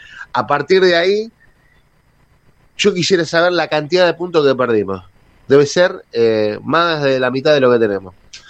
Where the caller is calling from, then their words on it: Florencio Varela, Buenos Aires Province, Argentina; de Florencio Varela